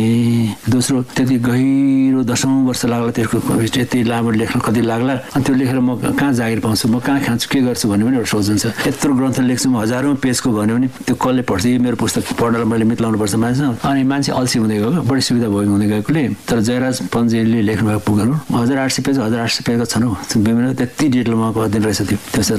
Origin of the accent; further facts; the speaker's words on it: Bhojpur, Koshi Province, Nepal; अलिक पूर्व अझैतिर मेरो घर भोजपुर हो, अझै उता गएर सभा पोखरी, साल्पा पोखरी, यस्तो अनेक प्रकार पोखरीहरू छन्